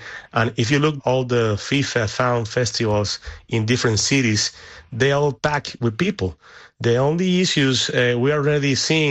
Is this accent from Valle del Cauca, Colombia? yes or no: no; Barranquilla, Atlántico, Colombia; the atmosphere felt like just being in Barranquilla, my hometown, and the home of the Colombian national team.